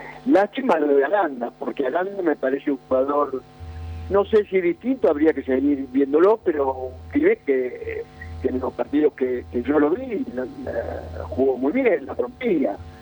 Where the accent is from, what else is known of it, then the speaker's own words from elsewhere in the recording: Argentina; Esperamos todos, los argentinos, que somos casi todos de Boca, que nos vaya muy bien en la Sudamericana